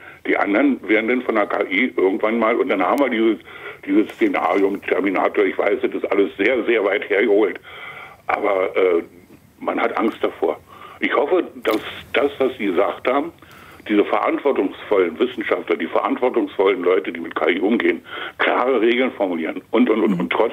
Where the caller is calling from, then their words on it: Saxony-Anhalt, Germany; Ich komme aus Sachsen-Anhalt.